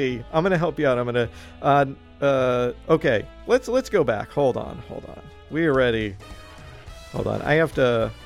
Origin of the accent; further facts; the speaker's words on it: Staten Island, New York, United States; we used to have this public access show when I was growing up on Staten Island